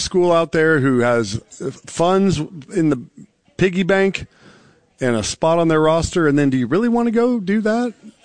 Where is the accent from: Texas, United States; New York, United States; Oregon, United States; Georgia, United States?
Oregon, United States; When I was growing up in Oregon